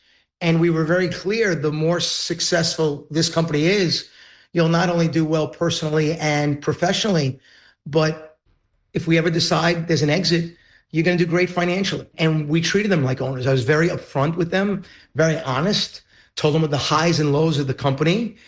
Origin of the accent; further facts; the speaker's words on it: Queens, New York, United States; It's why I always say … from Queens, right?